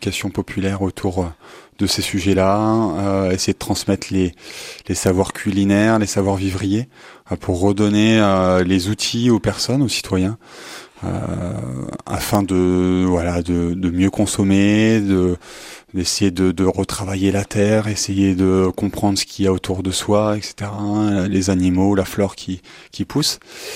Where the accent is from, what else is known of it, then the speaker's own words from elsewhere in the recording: Bourgogne-Franche-Comté, France; Alors, je viens d'un petit village au fond de la campagne nivernaise. J'ai 33 ans.